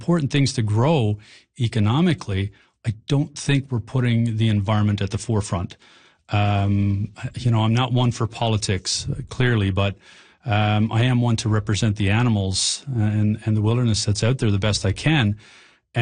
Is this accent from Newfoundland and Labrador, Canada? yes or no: yes; Labrador City, Newfoundland and Labrador, Canada; especially here in Newfoundland and Labrador. I grew up in Labrador City.